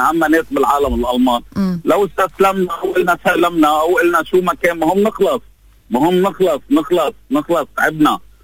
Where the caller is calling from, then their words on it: Lebanon; من الشفية.